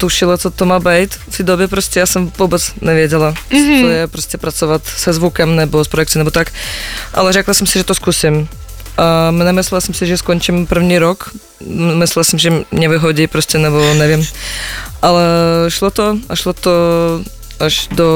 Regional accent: Minsk, Belarus; moved away as an adult; now in Czech Republic; Já jsem byla na střední v Bělorusku, já právě pocházím z Minsku

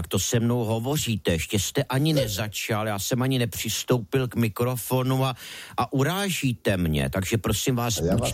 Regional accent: Brno, South Moravian Region, Czechia; Chtěl jsem říct ano, že to jsou samozřejmě Morava, tu mám velice rád, já jsem z Brna, no.

